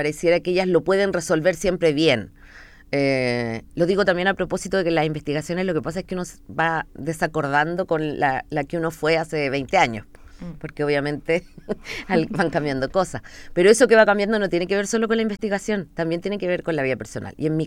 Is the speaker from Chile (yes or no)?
yes; Chile; Entonces era como, oh, no puedo creer que esto está pasando en mi país, que yo estoy aquí viviéndolo.